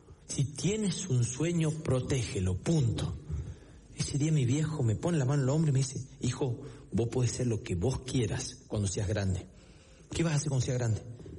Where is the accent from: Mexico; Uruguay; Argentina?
Argentina; Famaillá, Tucumán; nací el 11 de diciembre del año 1978 en San Miguel de Tucumán. Yo iba a nacer en mi pueblo natal, en Famaillá